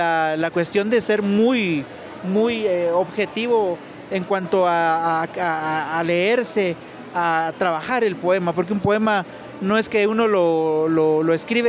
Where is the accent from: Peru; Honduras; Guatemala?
Guatemala; Quetzaltenango; yo soy de Xela